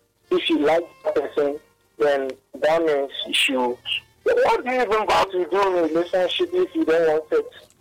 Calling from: Canada; calling from Canada.

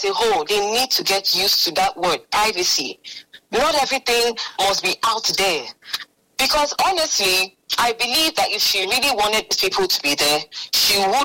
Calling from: Calabar, Cross River, Nigeria; I am calling from Calabar South

